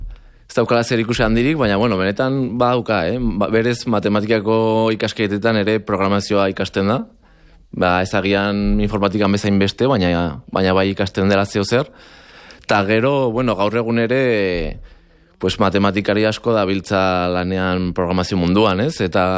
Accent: Basque Country, Spain; Azkenean, bueno, ni euskalduna naiz

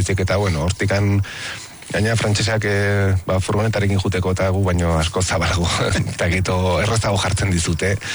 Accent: Etxauri, Navarre, Spain; Bai, ba, netzako etxauri, jo, nire etxea da, eta ez dakit, hemen hazi naiz eskalatzaile bezala

